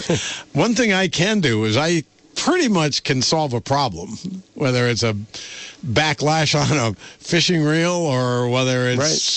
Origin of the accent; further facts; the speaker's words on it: Dorset, Vermont, United States; as a kid growing up in South Dorset in the early 50s.